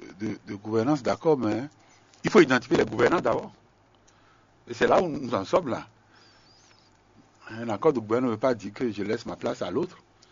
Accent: Benin; Je suis béninois.

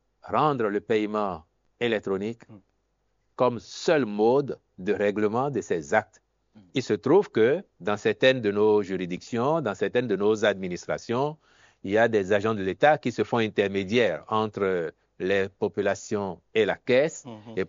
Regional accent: Benin; Tous, en tant que Béninois, nous lui avons confié la gestion de notre pays.

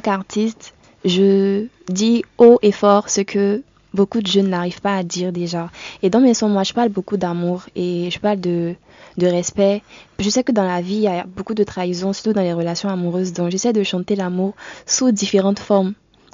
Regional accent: Benin; j'ai 23 ans, je suis béninoise

